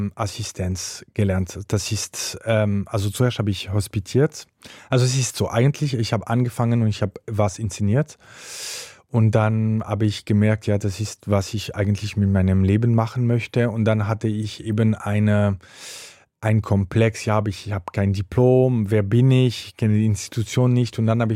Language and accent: German; Fribourg, Switzerland; moved away as an adult; also born or lived in Zürich; Ich komme aus Fribourg, das ist schon die Provinz, eine tolle Stadt, aber schon die Provinz.